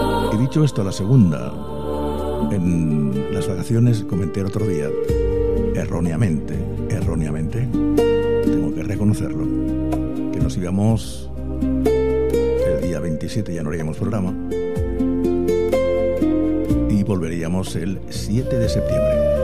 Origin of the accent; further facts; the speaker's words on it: Spain; Yo me siento español y yo sí ondeo mi bandera dentro de mí